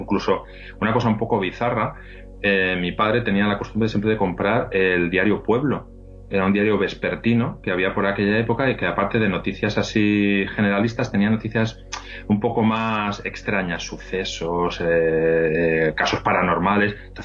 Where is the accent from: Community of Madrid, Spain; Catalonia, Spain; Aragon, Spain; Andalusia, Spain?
Community of Madrid, Spain; Madrid; Soy madrileño, nacido y vivido en Madrid, sí.